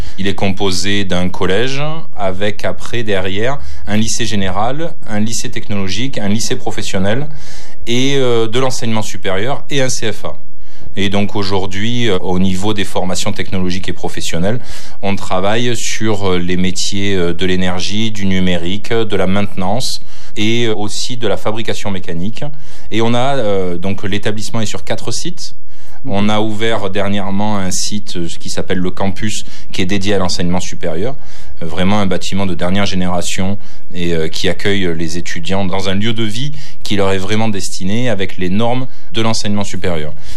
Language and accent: French; Provence-Alpes-Côte d'Azur, France; moved away as an adult; now in Alès, France; Je suis originaire initialement du Vaucluse, puisque j'étais à La Salle, mais à Avignon